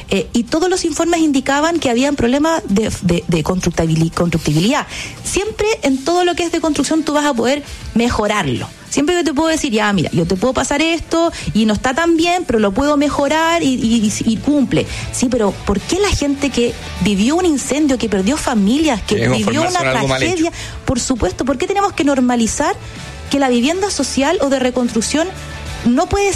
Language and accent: Spanish; Valparaíso, Chile; yo tengo que poner un punto acá porque claro, yo soy de Valparaíso, entonces estamos acostumbrados también a tener reconstrucciones asociadas